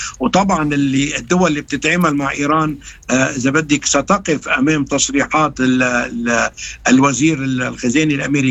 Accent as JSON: {"language": "Arabic", "country": "Lebanon"}